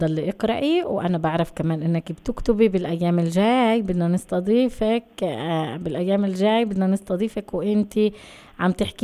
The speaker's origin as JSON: {"language": "Arabic", "country": "Palestine", "said": "إحنا كشعب فلسطيني"}